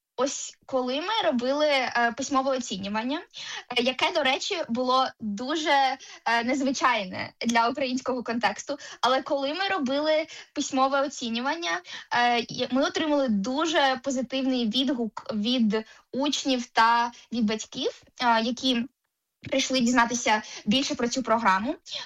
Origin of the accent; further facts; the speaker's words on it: Enerhodar, Zaporizhzhia Oblast, Ukraine; moved away; Я сама не з Києва, я з Енергодару